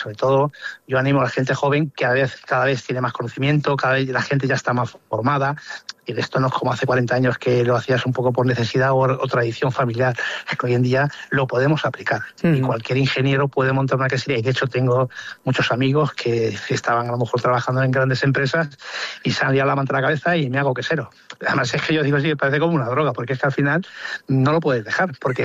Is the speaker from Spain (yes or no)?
yes; Extremadura, Spain; yo soy extremeño y yo fui uno de los promotores de la Feria Nacional del Queso de Trujillo.